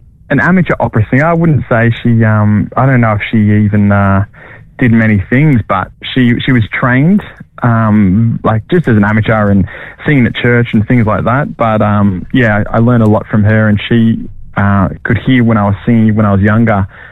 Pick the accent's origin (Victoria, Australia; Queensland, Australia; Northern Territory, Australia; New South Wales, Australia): New South Wales, Australia; Cronulla; moved away as an adult; now in northern New South Wales, Australia; I grew up in Cronulla. I lived there for majority of my life. I only moved up north 3.5 years ago.